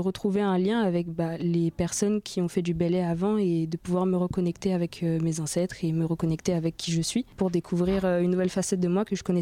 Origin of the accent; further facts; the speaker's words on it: France; je suis née en France, j'ai toujours vécu en France et on allait juste en Martinique pendant les vacances.